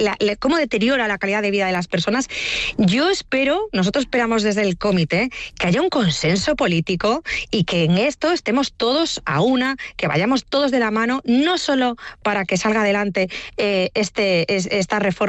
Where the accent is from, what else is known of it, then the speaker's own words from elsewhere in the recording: Galicia, Spain; A ver, yo como buena gallega, a veces tengo espíritu pesimista, ¿no?